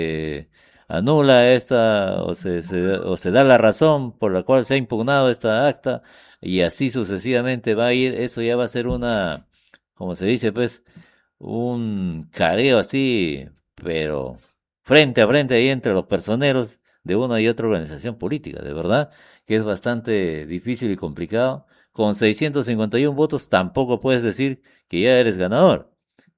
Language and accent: Spanish; Peru; pensar como Perú, como peruanos